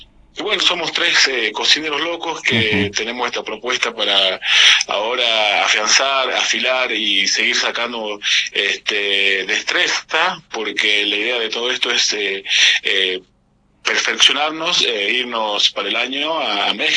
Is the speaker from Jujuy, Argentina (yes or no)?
yes; Abra Pampa, Jujuy, Argentina; somos netamente tres jujeños de la región de La Puna. Tenemos a Pumahuasi, tenemos allá a lo que es Pozuelo, y bueno, yo como netamente abrapampeño